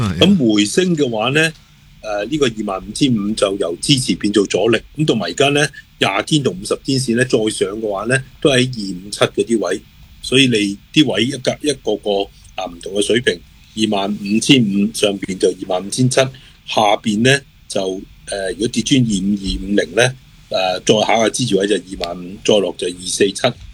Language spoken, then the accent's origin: Cantonese; Hong Kong; 咁一只咧就我哋香港人应该好熟噶啦